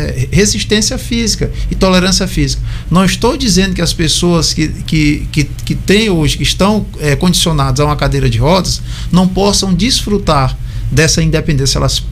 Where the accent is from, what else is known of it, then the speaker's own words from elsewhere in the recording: Maranhão, Brazil; Eu sou maranhense, eu digo assim, eu conheço meu povo.